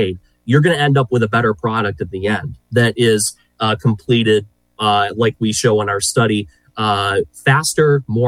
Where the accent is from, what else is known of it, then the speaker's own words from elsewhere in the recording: Michigan, United States; And even take my home state of Michigan.